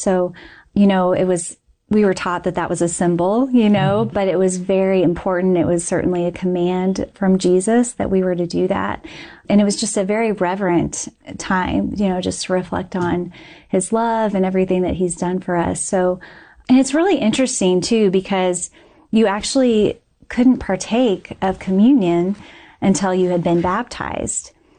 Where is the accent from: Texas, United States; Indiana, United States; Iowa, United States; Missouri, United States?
Missouri, United States; Springfield; So, so I grew up in Springfield, Missouri. We went to the Church of Christ my entire childhood, never went to any other church.